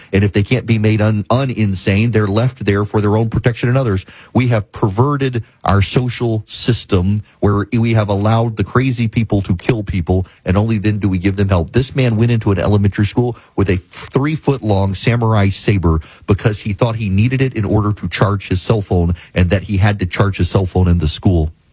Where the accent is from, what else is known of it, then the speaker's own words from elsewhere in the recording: Jackson, Louisiana, United States; now in Georgia, United States; I am from Jackson, Louisiana.